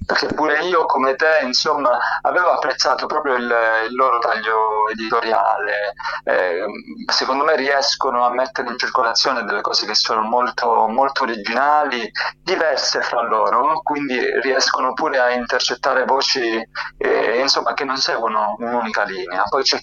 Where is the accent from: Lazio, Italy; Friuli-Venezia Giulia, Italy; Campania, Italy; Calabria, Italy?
Calabria, Italy; Soverato; una presentazione in anteprima in Calabria, vicino insomma, al mio paese, a Soverato